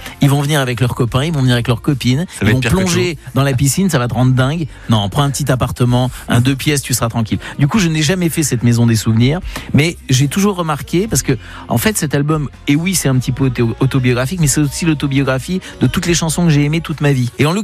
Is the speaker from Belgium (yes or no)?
no; Nancy, Grand Est, France; Moi qui venais de province, je suis de Nancy